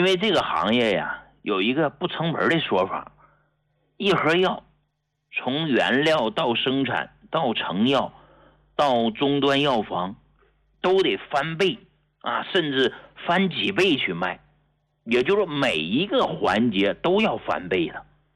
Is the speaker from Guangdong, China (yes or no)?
no; Hegang, Heilongjiang, China; also born or lived in Harbin; now in Beijing, China; 我是从农村来的啊，黑龙江鹤岗市一个农村走出来的这么个人。我来到北京之前呢，我是在哈尔滨的一家中医院。